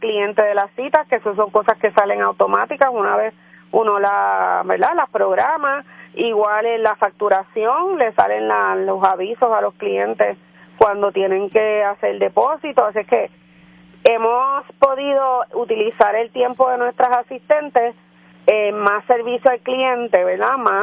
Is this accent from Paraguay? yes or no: no; Caguas, Puerto Rico; Yo soy de Caguas, del centro y corazón de Puerto Rico.